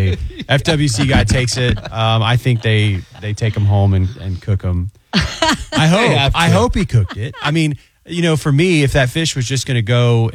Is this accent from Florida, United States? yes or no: yes; St. Johns County, Florida, United States; where I grew up in St. Johns County, Florida.